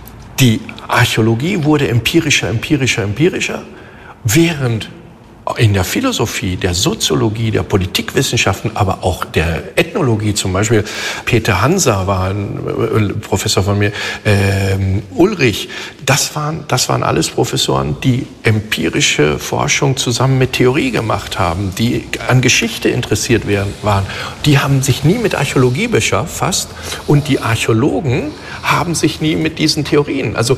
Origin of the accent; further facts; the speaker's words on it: Catalonia, Spain; Ich war ja an der deutschen Schule, ich bin ja in Katalonien aufgewachsen, aber dann deutsche Schule Madrid habe ich das deutsche Abitur machen können.